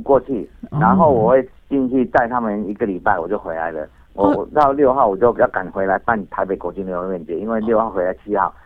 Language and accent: Chinese; Taiwan